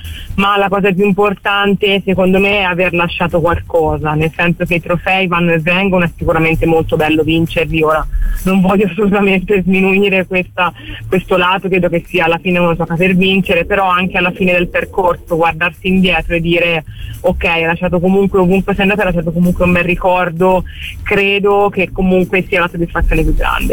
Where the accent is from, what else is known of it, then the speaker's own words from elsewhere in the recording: Florence, Tuscany, Italy; nel senso che io sono cresciuta a Firenze e io volevo finire la carriera a Firenze